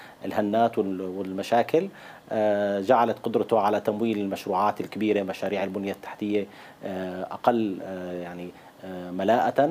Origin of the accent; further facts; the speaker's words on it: Syria; يوجد حاليا في سوريا